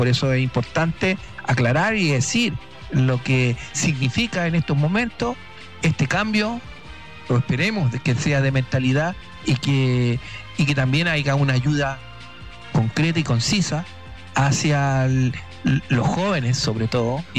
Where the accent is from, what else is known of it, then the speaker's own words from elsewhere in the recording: Chile; Nosotros como chilenos tenemos segundas generaciones de chilenos que viven acá